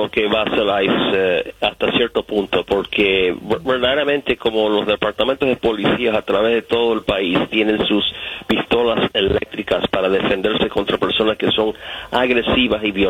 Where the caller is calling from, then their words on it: New York, United States; estoy llamando desde Nueva York.